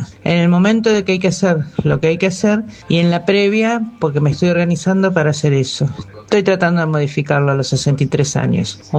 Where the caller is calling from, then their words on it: Quilmes, Buenos Aires Province, Argentina; Hola Lu, hola a todos ahí en la radio. … de Siderata de Quilmes.